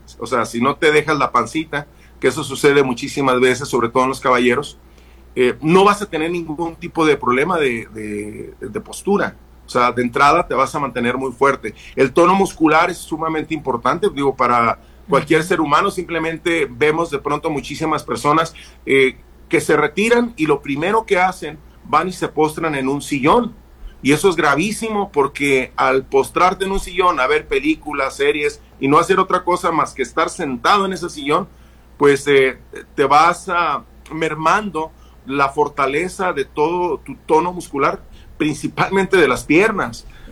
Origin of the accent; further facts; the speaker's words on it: Tijuana, Baja California, Mexico; Siempre a donde yo voy, pongo el nombre de mi Tijuana, lo más alto que yo pueda. Hablo de mi tierra, hablo de mis tradiciones en Tijuana